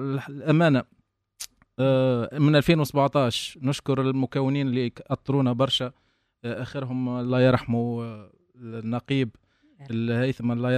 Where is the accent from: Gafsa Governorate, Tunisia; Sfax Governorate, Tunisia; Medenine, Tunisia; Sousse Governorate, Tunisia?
Gafsa Governorate, Tunisia; Metlaoui